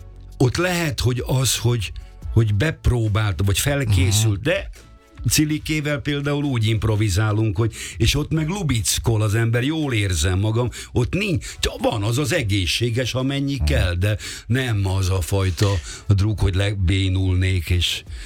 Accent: Budapest, Hungary; akkor virágzott a Margit-szigeten a Dózsa tenista, ott voltak a Davis kupák, a Róczi Balázsék, nem? És hát ott nőttem föl, ott voltam tag

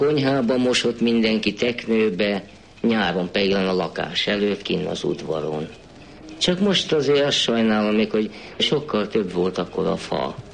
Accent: Budapest, Hungary; moved away; Hát itt születtem. Itt jártam iskolába.

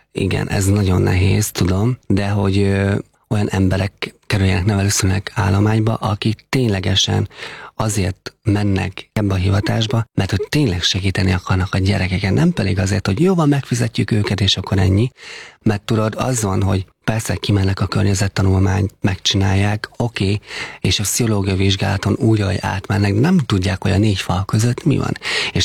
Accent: Heves, Hungary; moved away; Én Heves megyében nőttem föl.

